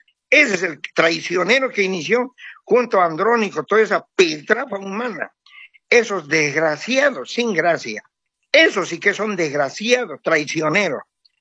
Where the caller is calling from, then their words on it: Santa Cruz de la Sierra, Santa Cruz, Bolivia; Le hablo desde Santa Cruz … de Santa Cruz de la Sierra, el foco de la derecha, el reinado de los pititas, de los malditos maleantes pititas y su comité cívico. Le hablo desde este lugar, pero concretamente del barrio de la Villa Primero de Mayo.